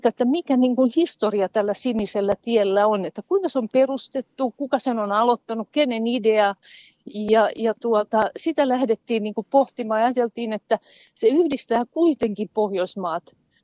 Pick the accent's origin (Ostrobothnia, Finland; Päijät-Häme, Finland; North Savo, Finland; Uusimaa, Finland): Ostrobothnia, Finland; Vaasa; mä oon vaasalainen